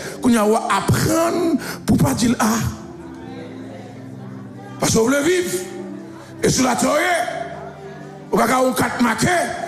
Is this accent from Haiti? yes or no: yes; Haiti; Quel que soit le niveau spirituel de la privée, je suis haïtien.